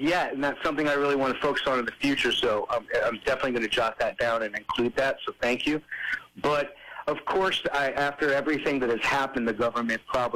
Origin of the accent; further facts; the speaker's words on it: Kankakee, Illinois, United States; born there; It's referred to now as Bourbonus or Bourbon A, but yes, I was born in Kankakee.